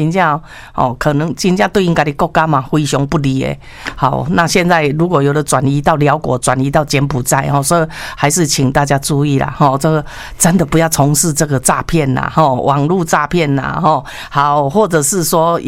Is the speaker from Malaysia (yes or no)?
no; Taiwan; 我们台湾人